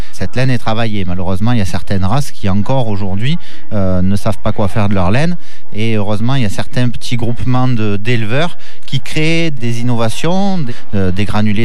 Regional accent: Saint-Martin-de-Crau, Provence-Alpes-Côte d'Azur, France; Alors, moi, je suis de Saint-Martin-de-Croix

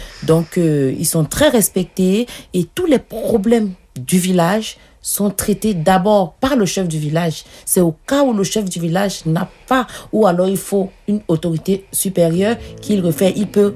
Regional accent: Cameroon; En tant que Camerounaise

